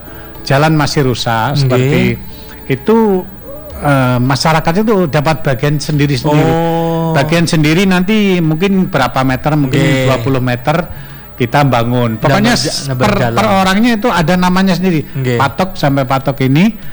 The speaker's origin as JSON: {"language": "Indonesian", "region": "Java", "country": "Indonesia", "tie": "born or raised there", "said": "jadi, masa-masa kecil waktu di Jawa dulu. Kayaknya mau Agustusan ini, wah, sudah mempersiapkan diri, ada perlombaan ini, perlombaan itu."}